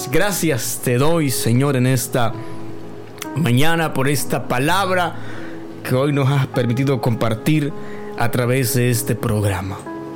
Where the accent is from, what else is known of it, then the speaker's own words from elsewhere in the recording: El Salvador; somos testigos, los salvadoreños